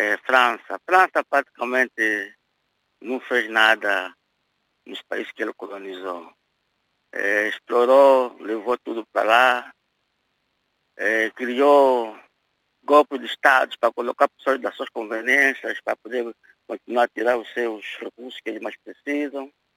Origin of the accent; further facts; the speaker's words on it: Angola; eu sei, como angolano que sou, não porque hoje alguém me contar, estou lá e agora estou de viagem para dezembro, vou para Angola